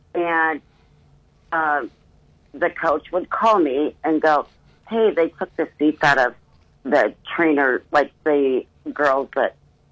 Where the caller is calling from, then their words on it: Jackson Township, Ohio, United States; I'm calling from Jackson Township.